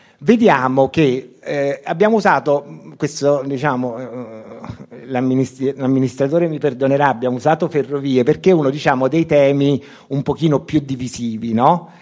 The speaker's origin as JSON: {"language": "Italian", "town": "Naples", "region": "Campania", "country": "Italy", "said": "non lo dico in quanto napoletano"}